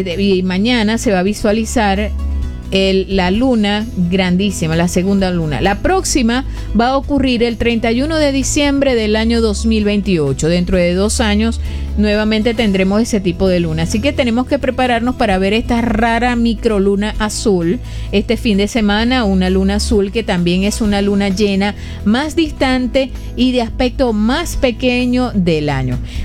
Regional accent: Venezuela

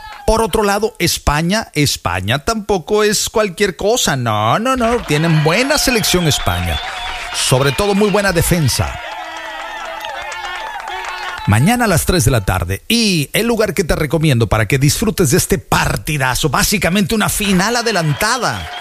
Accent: Mexico; Y muchos mexicanos, millones, nos indignamos.

